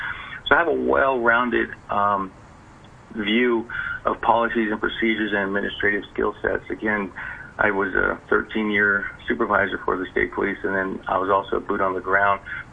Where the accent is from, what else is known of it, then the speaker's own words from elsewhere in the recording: Las Cruces, New Mexico, United States; I was born and raised here in Las Cruces. Family's been here since the 1850s.